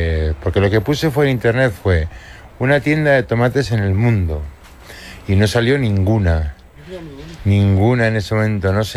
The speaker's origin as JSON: {"language": "Spanish", "region": "Navarre", "country": "Spain", "said": "como soy de Navarra y somos bastante tradicionales"}